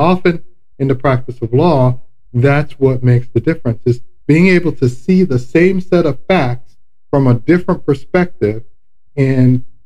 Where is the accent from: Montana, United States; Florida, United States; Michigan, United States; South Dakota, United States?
Florida, United States; born or raised there; accent: South Florida